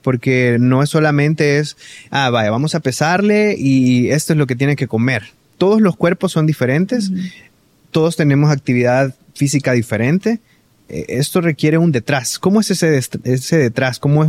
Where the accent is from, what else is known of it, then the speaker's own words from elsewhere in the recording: El Salvador; tradiciones que nosotros tenemos como salvadoreños